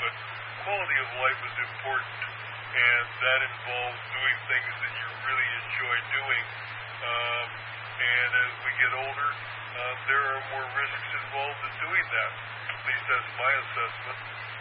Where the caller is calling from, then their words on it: Altadena, California, United States; in Altadena.